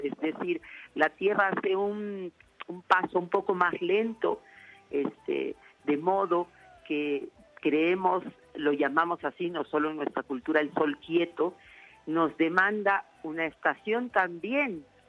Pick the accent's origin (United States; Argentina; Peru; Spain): Peru; Cusco